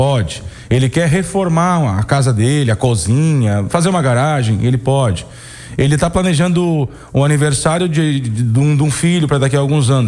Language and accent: Portuguese; Rio Grande do Sul, Brazil; eu que sou gaúcho